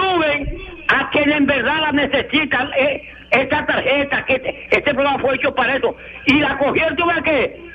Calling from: Duvergé, Independencia, Dominican Republic

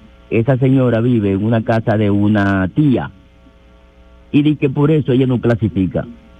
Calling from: Neiba, Baoruco, Dominican Republic; aquí en Neiva

